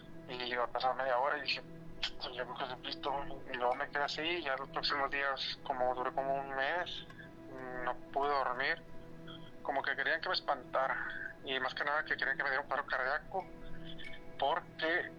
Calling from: Tamaulipas, Mexico; soy … de Tamaulipas.

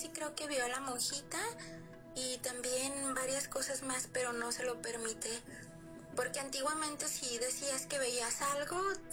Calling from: Guadalajara, Jalisco, Mexico; De acá, desde Guadalajara, Jalisco.

